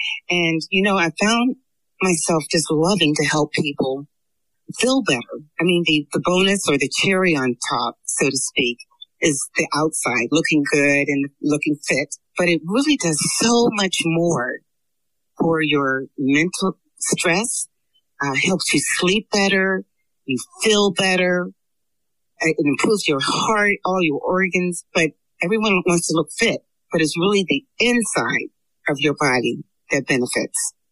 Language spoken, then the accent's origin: English; Frankfurt, Hesse, Germany; also born or lived in Darmstadt / Italy; Well, I'm an Army brat. I like to get that out the way first. I grew up in Germany, Frankfurt, Darmstadt.